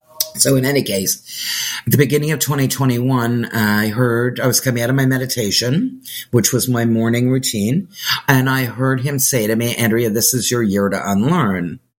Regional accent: Canada; and I'm Canadian. So Canada went mad and we were in lockdown the longest.

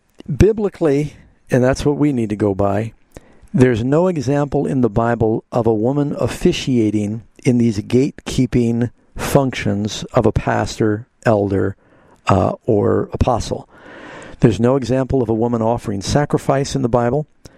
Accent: United States; my whole country turns to Christ and I don't, being an American is not going to save me.

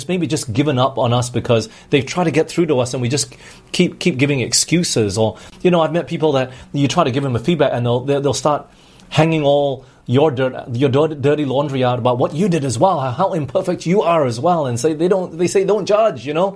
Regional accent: Australia; born there; moved away; I grew up in Australia for 10 years

